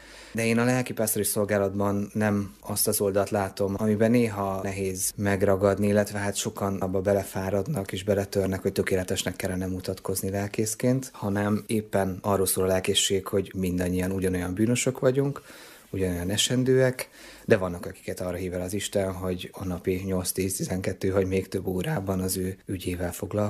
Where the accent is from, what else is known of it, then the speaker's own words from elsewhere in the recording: Debrecen, Hajdú-Bihar, Hungary; én itt a Nagyerdei gyülekezetben születtem, itt kereszteltek engem, itt voltam if is.